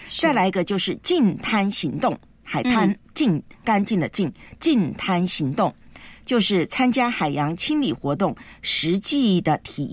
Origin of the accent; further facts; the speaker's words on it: Taiwan; moved away; 但是在我的老家台湾呢，